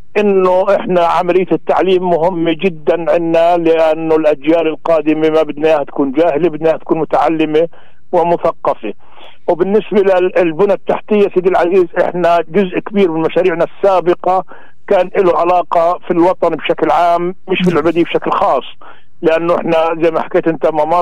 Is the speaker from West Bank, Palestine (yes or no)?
yes; Al-Ubeidiya, West Bank, Palestine; إحنا بلدتنا تعتمد على العامل